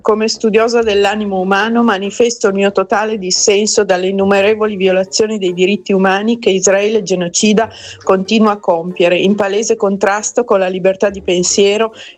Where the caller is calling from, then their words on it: Milan, Lombardy, Italy; da Milano.